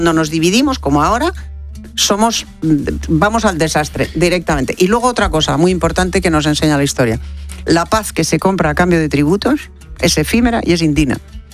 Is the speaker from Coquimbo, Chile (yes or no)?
no; Santiago, Santiago Metropolitan Region, Chile; born there; En Santiago de Chile.